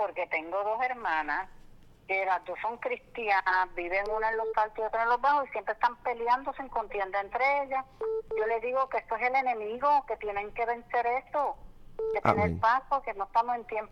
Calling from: Mayagüez, Puerto Rico; De Mayagüez.

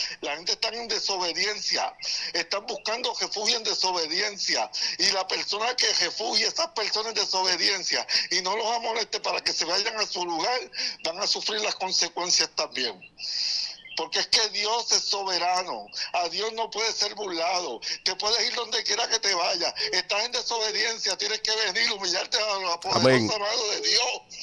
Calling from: Fajardo, Puerto Rico; Yo soy de Fajardo, hermano.

